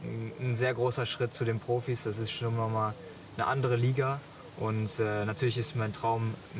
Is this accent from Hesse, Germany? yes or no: no; Cologne, North Rhine-Westphalia, Germany; Ich denke, dass kann man als Kölner fast schon mit einer Tour de France-Etappe gleichstellen.